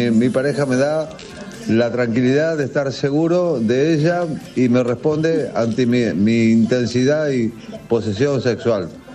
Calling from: Las Grutas, Río Negro, Argentina; Soy de Barrio Las Grutas, provincia de Río Negro

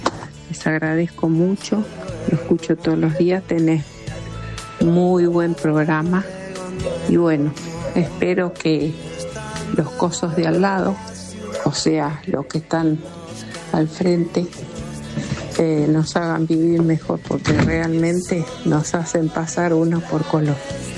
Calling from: Monte Grande, Buenos Aires Province, Argentina; de Montegrande.

